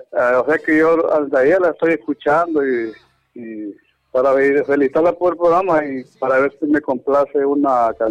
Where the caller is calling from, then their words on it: San Pedro de Tutule, La Paz, Honduras; Yo soy de San Pedro de Tuture, ando paseando de una familia aquí en los campos. Sí, yo vivo en San Pedro de Tuture, barrio Lempira.